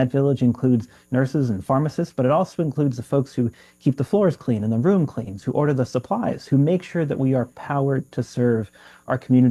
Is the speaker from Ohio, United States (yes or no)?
no; North Carolina, United States; I worked in a hospital in my hometown in North Carolina.